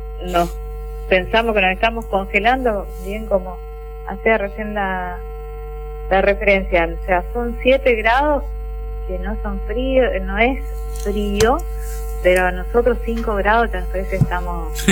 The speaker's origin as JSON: {"language": "Spanish", "town": "Mercedes", "region": "Corrientes", "country": "Argentina", "tie": "born there", "said": "Yo soy nacida en Mercedes y cada vez que me voy a visitar a mi familia le digo, yo me voy en verano, en invierno no me convence."}